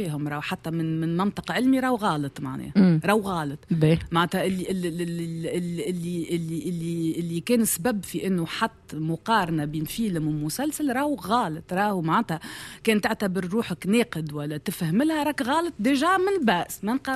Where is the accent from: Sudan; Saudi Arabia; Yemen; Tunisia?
Tunisia; انا كتونسيه